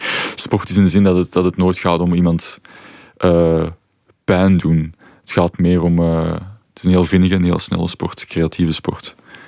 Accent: Antwerp, Flanders, Belgium; Ik kom uit Antwerpen

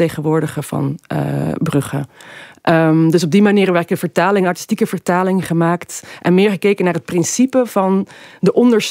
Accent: Amsterdam, North Holland, Netherlands; now in Brussels, Belgium; Nee, ik kom uit Amsterdam en woon in Brussel.

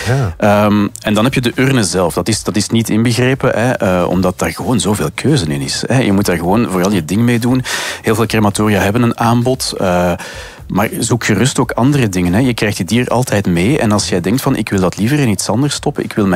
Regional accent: Mechelen, Flanders, Belgium; Nu, wij zijn van Mechelen bijvoorbeeld.

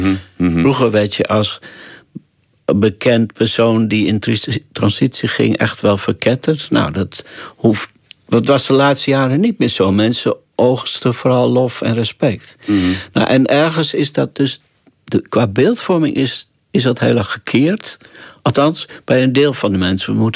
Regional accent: Netherlands; In Nederland, waar ik vandaan kom

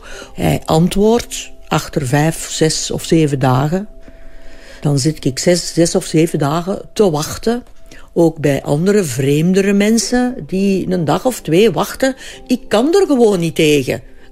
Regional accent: Flanders, Belgium; En wij zijn ook Vlamingen.

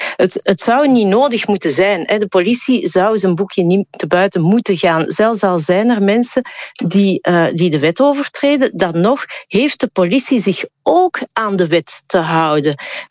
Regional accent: Flanders, Belgium

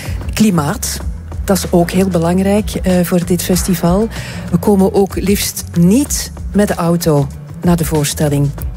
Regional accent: Antwerp, Flanders, Belgium; Ik kan bijvoorbeeld als Antwerpenaar de waterbus nemen.

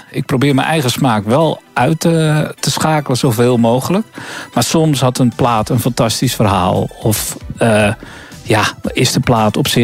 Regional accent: Netherlands; En dat ligt niet aan mij dat ik dat als Nederlander niet begrijp.

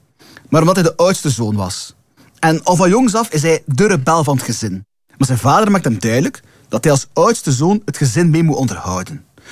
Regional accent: Deinze, Flanders, Belgium; accent: Deinzens; Ik ben dus afkomstig uit Deinzen, de hometown van de plankaart, maar ook van de Buyssens.

